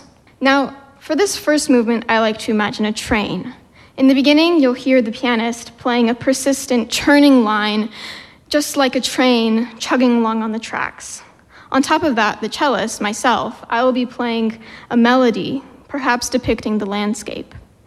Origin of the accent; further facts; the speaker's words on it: Milwaukee, Wisconsin, United States; I'm 16, and I come from Milwaukee.